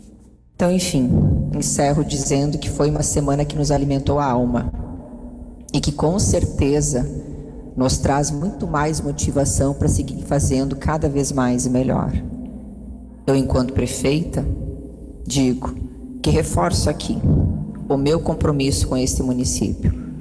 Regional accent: Germany; E eu, como uma boa alemã, no meio disso tudo, digo que hoje o meu coração é italiano.

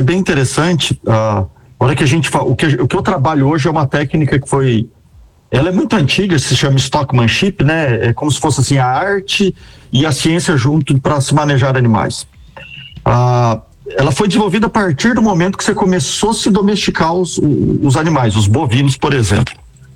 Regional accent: São Joaquim, Santa Catarina, Brazil; moved away; also born or lived in Mato Grosso / Paraná; sou natural de São Joaquim.

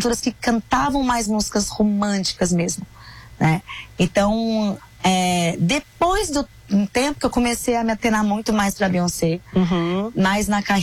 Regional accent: Brazil; a gente é brasileira

